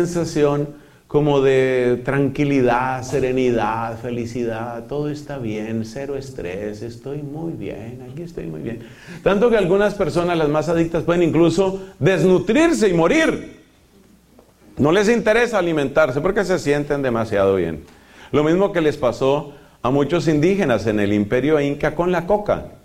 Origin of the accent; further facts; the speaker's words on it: Colombia; En mi país, para vergüenza de Colombia, y esto sucede en otros sitios